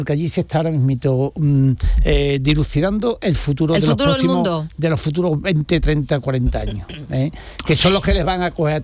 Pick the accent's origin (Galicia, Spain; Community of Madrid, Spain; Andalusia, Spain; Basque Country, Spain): Andalusia, Spain; accent: Llanito; Yo tengo el acento llanito.